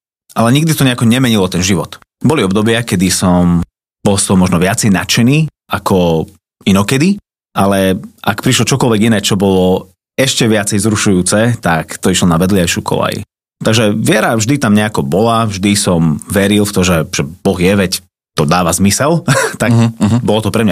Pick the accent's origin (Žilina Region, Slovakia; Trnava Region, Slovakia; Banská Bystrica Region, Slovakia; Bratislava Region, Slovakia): Trnava Region, Slovakia; Trnava; Tak ja som z Trnavy a tam pochádzam asi také úplne, že klasickej trnavskej rodiny, katolíci od malička.